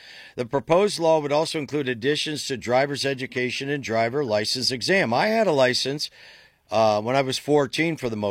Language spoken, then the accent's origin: English; United States; we're American.